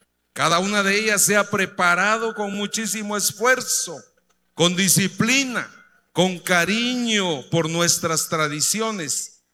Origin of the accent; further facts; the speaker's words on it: San Pedro Sacatepéquez, Guatemala; a querer esta tierra, a respetar nuestras tradiciones, a sentirse orgullosos de decir, yo soy de San Pedro Zacatepeques